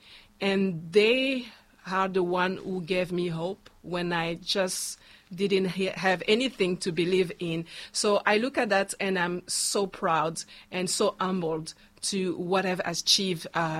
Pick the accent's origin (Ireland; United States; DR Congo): DR Congo; first language Chiluba; English is a second language; moved away; Akula means talk or speak in Chiluba, which is my mother tongue. My country of origin is the Democratic Republic of the Congo. So I came, as you mentioned, in 2015.